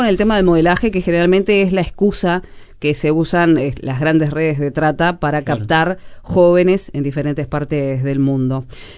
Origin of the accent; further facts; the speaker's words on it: Montevideo, Uruguay; como montevideanos dejamos todo en la capital